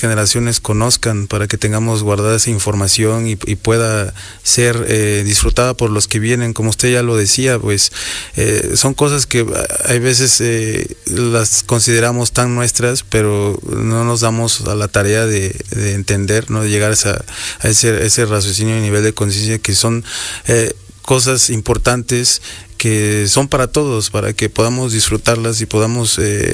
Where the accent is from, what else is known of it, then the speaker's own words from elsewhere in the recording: Izúcar de Matamoros, Puebla, Mexico; moved away; no vi cómo se transformó Izúcar. Tengo 40, 50 años fuera de mi terruño, ¿no?